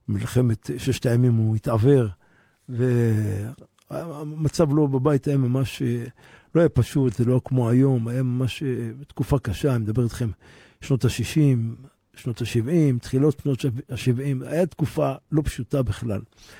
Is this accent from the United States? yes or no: no; Jerusalem, Jerusalem District, Israel; born or raised there